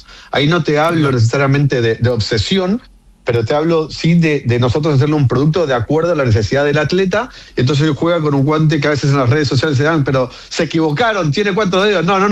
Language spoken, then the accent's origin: Spanish; Argentina; obviamente como argentino, el cariño que le tengo